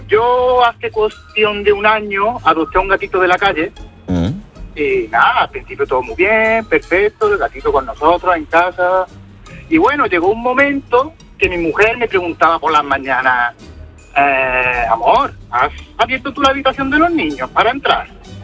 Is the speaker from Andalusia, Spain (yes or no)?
yes; Moriles, Andalusia, Spain; now in Palma de Mallorca, Spain; soy de Córdoba, soy de un pueblecito de Córdoba.